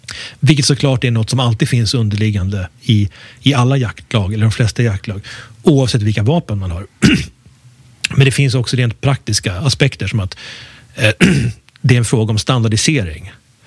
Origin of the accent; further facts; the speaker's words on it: Sweden; Som svensk så har man sett det en miljon gånger i Hollywoodfilmer och så vidare.